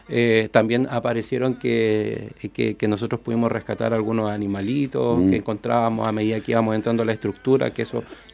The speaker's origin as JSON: {"language": "Spanish", "country": "Chile", "said": "Es probable que el desarrollo de nosotros como chilenos esté en un estándar mejor"}